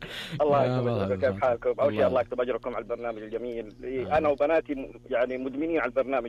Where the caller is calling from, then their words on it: Dammam, Eastern Province, Saudi Arabia; اليوم احنا متحمسين من الدمام.